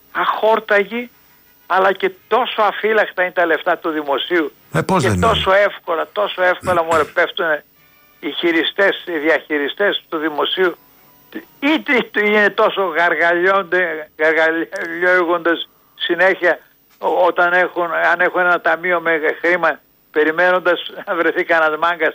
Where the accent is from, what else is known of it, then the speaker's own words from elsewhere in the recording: Athens, Attica, Greece; και εγώ είμαι Αθηναίος